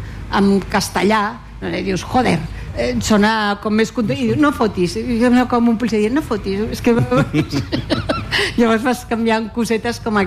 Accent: Catalonia, Spain; som bilingües, com la majoria dels catalans, soc bilingüe, i llavors soc competent amb amb dues llengües.

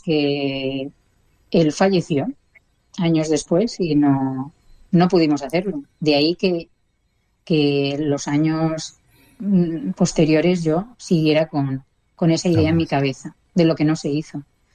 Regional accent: Menorca, Balearic Islands, Spain

